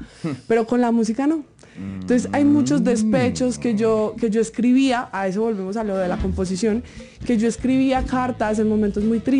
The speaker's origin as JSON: {"language": "Spanish", "town": "Bello", "region": "Antioquia", "country": "Colombia", "tie": "born or raised there", "also_born_or_lived": "Andes, Antioquia / Medellín", "accent": "paisa", "said": "Yo soy muy de barrio, vea. Yo nací en Andes, Antioquia. Eso es un municipio."}